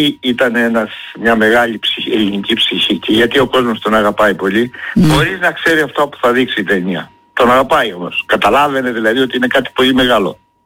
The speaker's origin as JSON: {"language": "Greek", "country": "Greece", "said": "Εγώ γι' αυτό όπου και βρεθώ, όχι μόνο στην Κρήτη δηλαδή, λέω είμαι Έλληνας."}